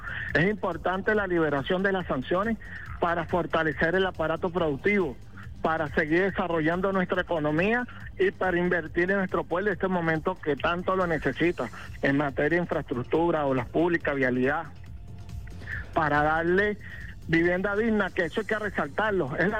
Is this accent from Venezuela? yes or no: yes; Caracas, Capital District, Venezuela; Nosotros, como pueblo venezolano, en este caso caraqueños y caraqueñas, estamos conscientes